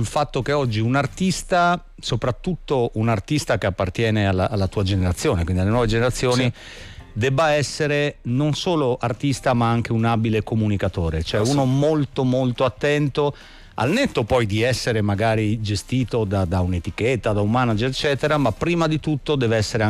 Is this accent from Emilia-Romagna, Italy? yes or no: no; Milan, Lombardy, Italy; moved away; Io ricordo quando abitavo, io sono di Milano, quando abitavo a Milano era la stessa cosa.